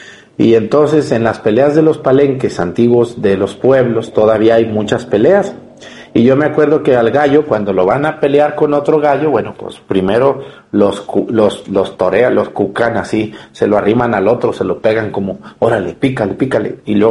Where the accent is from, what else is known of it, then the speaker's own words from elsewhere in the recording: Mexticacán, Jalisco, Mexico; mi pueblo, Mestigacán, cuando vayan van a ver que es un pueblito, pueblito, casi un ranchito. Entonces yo crecí entre pollos, gallinas, vacas, burros, mulas, yeguas, de todo